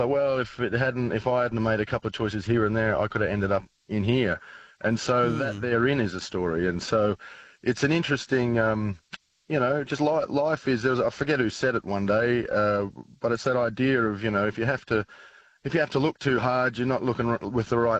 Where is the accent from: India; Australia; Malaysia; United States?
Australia; New South Wales; also born or lived in Dubbo; I grew up out in the Riverina. I was born in Dubbo, then I moved west, south, kind of southwest of the Riverina. And I spent most of my, you know, early years and childhood growing up there, you know, amongst different small little towns and whatnot.